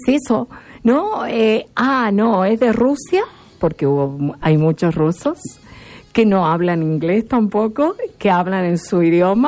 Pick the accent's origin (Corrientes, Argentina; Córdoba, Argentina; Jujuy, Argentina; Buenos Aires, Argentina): Córdoba, Argentina; now in Santa Fe, Argentina; yo soy adoptada, ¿no? Santafesina, pues soy cordobesa.